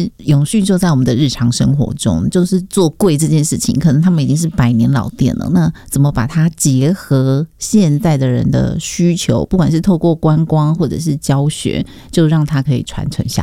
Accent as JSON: {"language": "Chinese", "town": "Banqiao", "region": "New Taipei", "country": "Taiwan", "tie": "born or raised there", "said": "我从小就在板桥，所以我就是会觉得，哎，对这个城市，我是板桥人"}